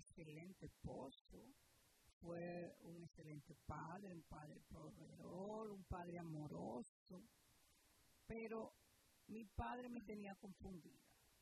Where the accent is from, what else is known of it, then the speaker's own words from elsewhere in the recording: Dominican Republic; Mi padre tenía un colmado, una bodega, no sé cómo lo dicen en su país, pero en mi país dominicana le dicen colmado.